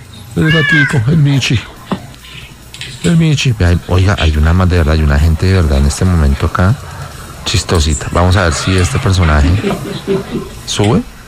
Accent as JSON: {"language": "Spanish", "region": "Bogotá", "country": "Colombia", "said": "usted, somos rolos."}